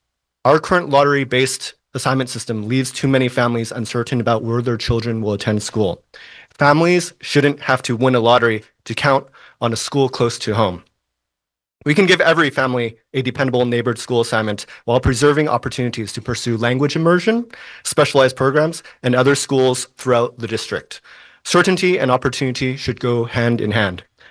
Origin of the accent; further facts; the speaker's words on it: San Francisco, California, United States; Growing up in the Sunset, my brother and I waited outside Jefferson Elementary every morning